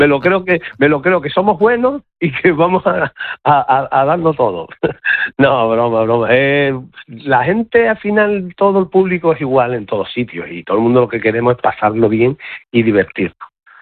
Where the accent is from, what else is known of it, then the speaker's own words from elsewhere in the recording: Santa Cruz de Tenerife, Canary Islands, Spain; yo soy de Ofra